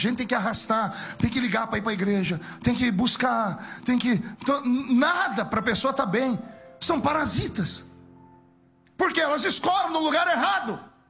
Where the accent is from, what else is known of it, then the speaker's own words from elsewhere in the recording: Brazil; born there; moved away; Eu vim lá da Vila Tatu. E lá na Vila Tatu, eu ia numa igrejinha pequena.